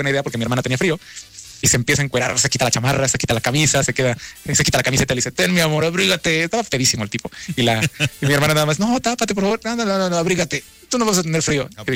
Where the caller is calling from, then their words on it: Cuautla, Morelos, Mexico; todos los que somos de Cuautlita